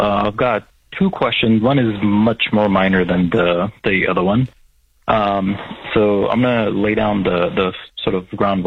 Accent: Florida, United States; I'm from Florida, and we make crap money there, and we get paid a whole lot more here on the West Coast. That's one of the reasons I came out here.

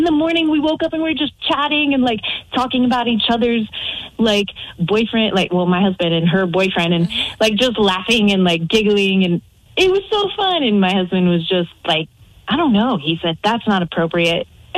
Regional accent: United States; So I don't have many friends here. I'm obviously from the States.

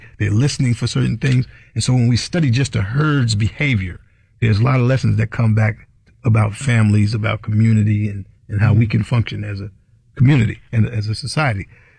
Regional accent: Hudson Valley, New York, United States; growing up in New York in Hudson Valley

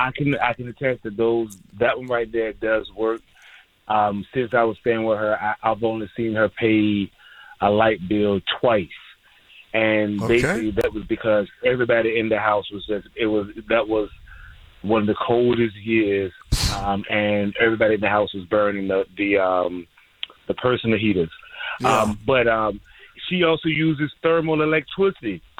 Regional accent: Virginia, United States; So I'm originally from Virginia, ex-military as well.

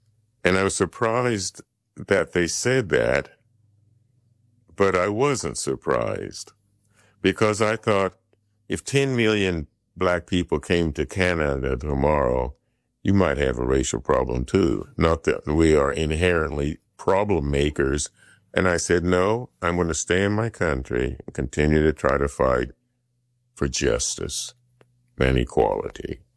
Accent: Centerville, Iowa, United States; moved away; when I was a kid growing up in Centerville, Iowa

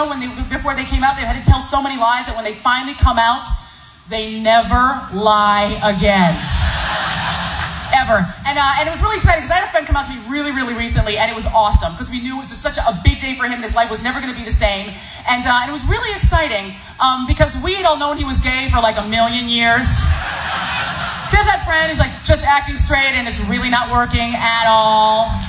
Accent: San Francisco, California, United States; I grew up in San Francisco. It's like a rule. Right? It is. It's a rule in San Francisco.

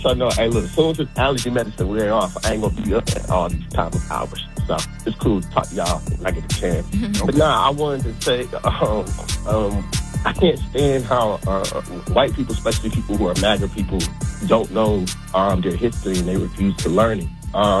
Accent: College Park, Georgia, United States; now in Atlanta, United States; I'm really from College Park, Georgia, but I live in Atlanta.

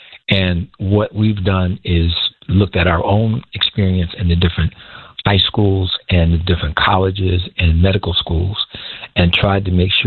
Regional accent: Inglewood, California, United States; I grew up as a kid growing up in Inglewood, and neither of my parents had a degree past high school.

